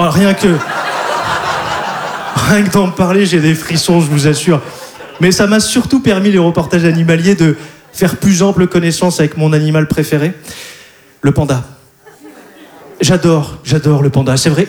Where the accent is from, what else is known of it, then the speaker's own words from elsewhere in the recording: Hauts-de-France, France; Je vous l'ai dit tout à l'heure, je ne sais pas si je vous l'ai dit, mais moi je viens du Nord.